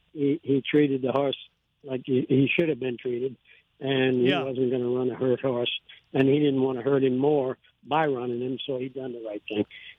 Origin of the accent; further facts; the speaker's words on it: New Iberia, Louisiana, United States; now in Lafayette, United States; I'm originally from New Iberia, but I'm living in Lafayette.